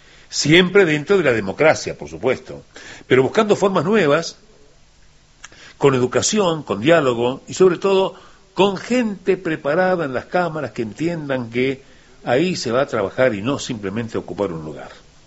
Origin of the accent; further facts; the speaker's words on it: Uruguay; Nos beneficia o no nos beneficia a los uruguayos